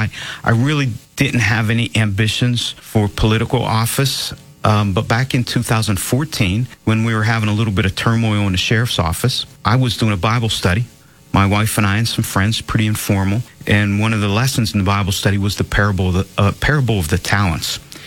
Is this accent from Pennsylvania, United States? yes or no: yes; Aliquippa, Pennsylvania, United States; born and raised in Beaver County, grew up in Aliquippa, middle-class parents, went to Catholic school for 12 years